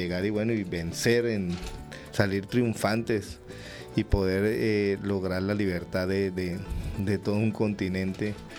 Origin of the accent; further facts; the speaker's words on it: Arauca, Colombia; por eso somos llaneros, ¿no? Y se estableció esa cultura de caballo, toro y jinete aquí en esta región. Somos evidentemente colombo-venezolanos, porque pues nuestra familia más de la mitad está en Venezuela.